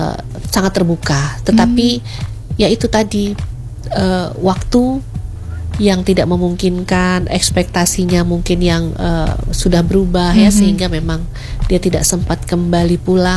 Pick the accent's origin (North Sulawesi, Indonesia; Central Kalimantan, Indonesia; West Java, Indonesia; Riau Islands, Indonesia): Riau Islands, Indonesia; Tanjung Pinang; moved away as an adult; also born or lived in Yogyakarta; asalnya dari mana? Dari Tanjung Pinang.